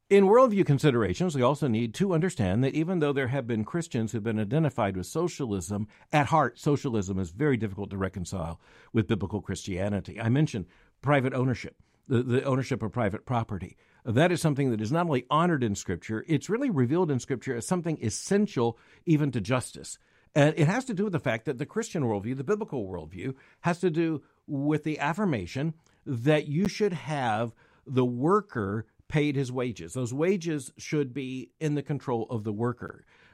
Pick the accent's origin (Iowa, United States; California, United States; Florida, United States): Florida, United States; And I can just tell you, growing up in Florida, it was really, really clear what the alternatives were.